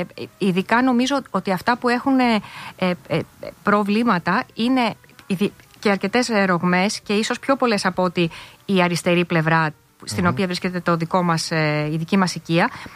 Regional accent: Athens, Attica, Greece; γιατί η μητέρα μου μένει στην οδό Κυψέλης 97, είναι το πατρικό μου σπίτι, εκεί που γεννήθηκα και μεγάλωσα.

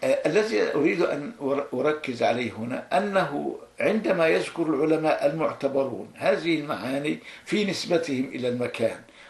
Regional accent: Egypt; أنا لم أجد تعارضا أبدا ما بين كوني مصري وكوني مسلم وبين كوني أدافع عن هذا البلد.

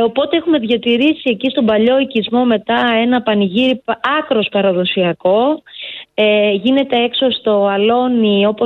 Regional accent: Sagiada, Epirus, Greece; also born or lived in Filiates; Η καταγωγή μου είναι από τη Σαγιάδα, από πατέρα και μητέρα. Εκεί μεγάλωσα, εκεί πήγα σχολείο. Μετά στους Φιλιάτες τελείωσα το λύκειο.

